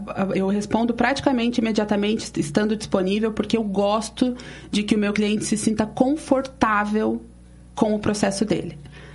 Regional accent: Curitiba, Paraná, Brazil; born there; Eu nasci em Curitiba.

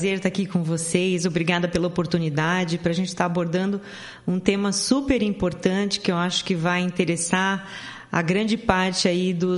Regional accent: Paranavaí, Paraná, Brazil; also born or lived in Maringá; Então, eu sou nascida em Maringá e fui criada em Paranavaí. Daí eu sou a primeira médica da família

